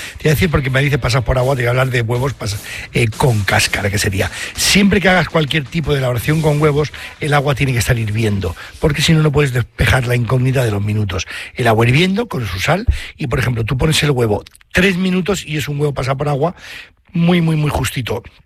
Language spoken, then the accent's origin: Spanish; Venezuelan Andes, Venezuela; es que soy un gocho.